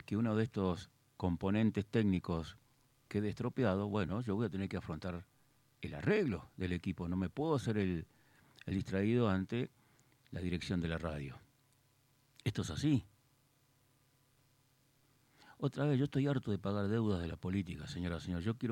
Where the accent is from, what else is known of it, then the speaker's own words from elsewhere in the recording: Argentina; yo como argentino